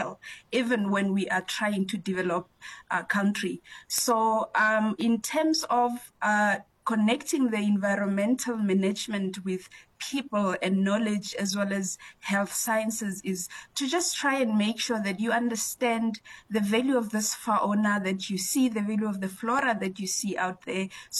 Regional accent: Limpopo, South Africa; I grew up in Limpopo

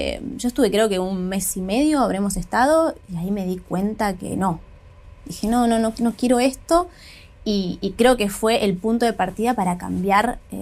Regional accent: Villa Carlos Paz, Córdoba, Argentina; Nací en un teatro, tal cual. Bueno, soy de Carlos Paz y mi familia tiene su productora. Y la realidad es que sí, mi infancia fue en un teatro.

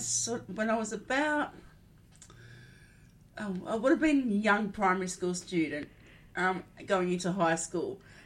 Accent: Windsor, New South Wales, Australia; No, I grew up west of Sydney. Oh. I was born and bred in Windsor.

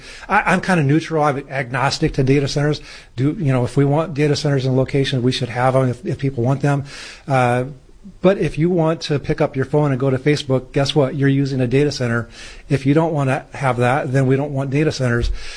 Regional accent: Iowa, United States; I grew up in Iowa, and so I stayed there a good portion about.

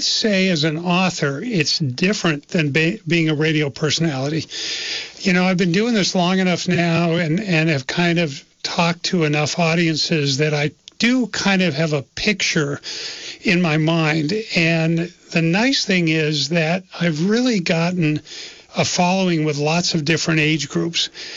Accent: St. Johnsbury, Vermont, United States; which was the way it was growing up in St. Jay.

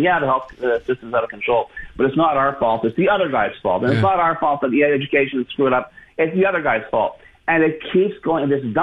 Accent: Montreal, Quebec, Canada

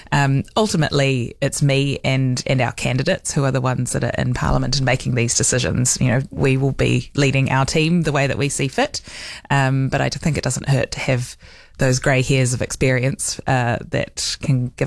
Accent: New Zealand; being a Kiwi.

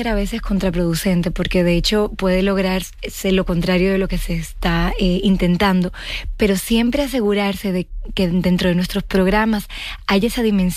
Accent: Dominican Republic; also born or lived in Madrid; La verdad es que soy franco-dominicana, y de hecho crecí en el Caribe. Mi mamá es dominicana y viví en Madrid hasta hace poco

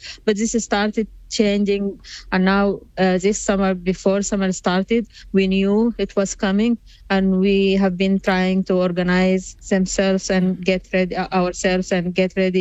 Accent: Sudan; I am one of them. I am from Sudan too.

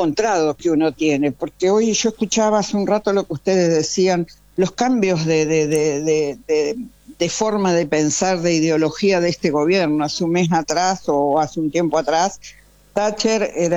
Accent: Gualeguaychú, Entre Ríos, Argentina; also born or lived in Santa Fe; Yo nací en Gualeguaychú, uh-huh, cerca de Gualeguaychú, sí, sí, en una estación de trenes que hoy es Ciudad Carbó. Y me crié en Gualeguaychú

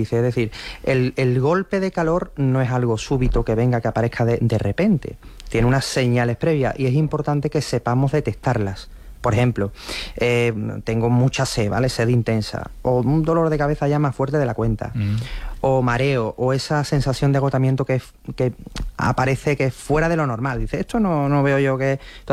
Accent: Spain; porque yo creo que es que somos españoles, y como españoles que somos, decimos, venga, vamos

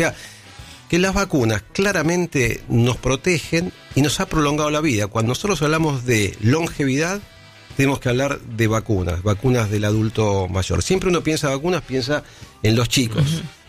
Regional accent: Argentina; Nosotros, bueno, somos argentinos, estamos siempre preparados para la guerra.

